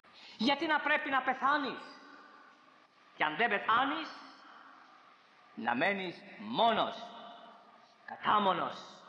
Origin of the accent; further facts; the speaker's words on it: Corfu, Ionian Islands, Greece; Και είναι ακριβώς αυτό για το οποίο έψαχνα χρόνια πολλά στο νησί μου, στην Κέρκυρα.